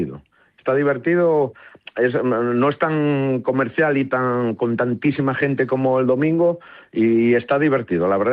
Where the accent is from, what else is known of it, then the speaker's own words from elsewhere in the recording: Asturias, Spain; Bueno, la sidra es algo, que lo digamos nosotros como asturianos, pero es algo único.